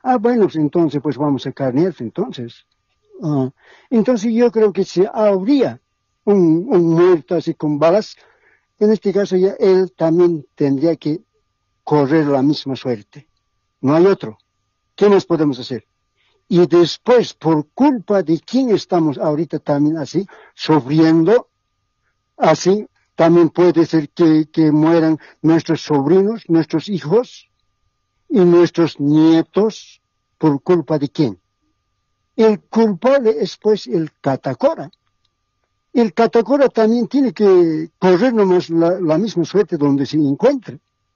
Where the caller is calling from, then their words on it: Cochabamba, Bolivia; Yo estoy llamando de Cochabamba.